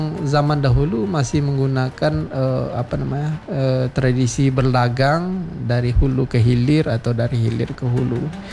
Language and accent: Indonesian; Riau, Indonesia; mereka Sumatera Selatan, kita Riau, kira-kira gitu. Tapi kalau persoalan sejarah kita terikat satu sama lain, ya kita pasti akan mengatakan kita sama-sama orang Melayu